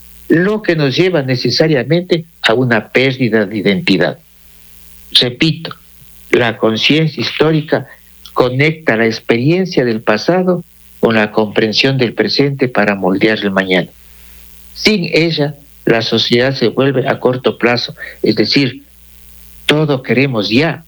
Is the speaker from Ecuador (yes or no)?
yes; Ecuador; Nos identificamos como ecuatorianos ahí.